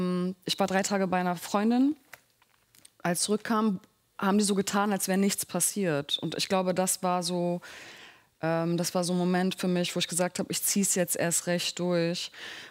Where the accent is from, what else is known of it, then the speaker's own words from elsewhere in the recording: Berlin, Germany; ich komme aus Berlin-Moabit. Das war mal sehr laut, sehr viele Türken, sehr viele Araber im Haus. Ich habe drei Geschwister, ich bin mit wenig Geld groß geworden und beide Eltern halt irgendwie aus ganz einfachen Verhältnissen.